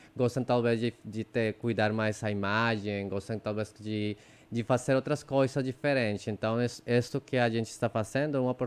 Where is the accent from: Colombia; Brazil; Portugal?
Colombia; Leticia, Amazonas; Olha, eu cresci aqui na Letícia, estudei no colégio Inem, mas depois eu saí daqui do Amazonas com muitos sonhos, quando eu estava criança, né?